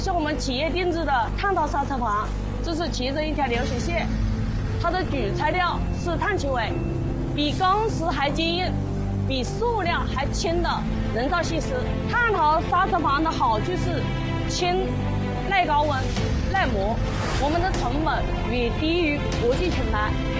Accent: China; 我们中国人

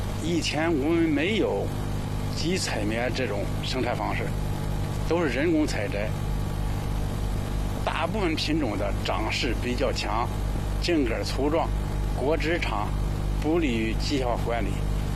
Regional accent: Hebei, China; 首先是咱们河北人省来说，种植规模都比较小

